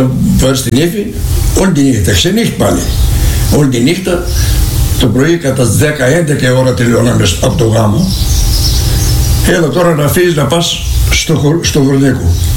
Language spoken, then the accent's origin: Greek; Epirus, Greece; από το χωριό μου του Βερνίκου